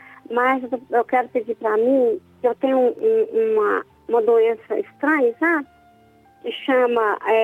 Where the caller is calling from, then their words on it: Divinópolis, Minas Gerais, Brazil; Eu falo de Divinópolis.